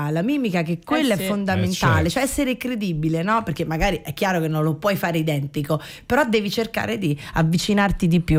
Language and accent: Italian; Rome, Lazio, Italy; Tant'è che le persone mi dicono: ma sei di Napoli, ma sei di Firenze? No, sono di Roma, però mi adatto facilmente.